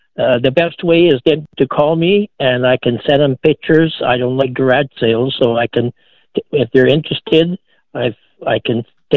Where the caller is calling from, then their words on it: Winnipeg, Manitoba, Canada; I'm calling from Winnipeg